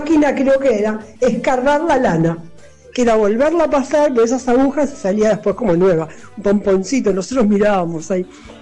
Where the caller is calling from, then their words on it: San Fernando, Buenos Aires Province, Argentina; de San Fernando.